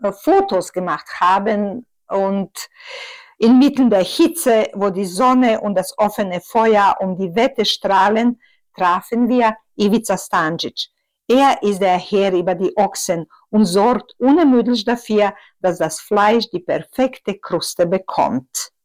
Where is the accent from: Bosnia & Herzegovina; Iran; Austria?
Bosnia & Herzegovina; German is a second language